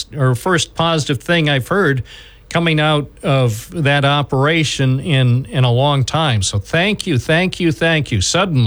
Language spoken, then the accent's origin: English; United States; if I didn't grow up in this country and I didn't believe in this country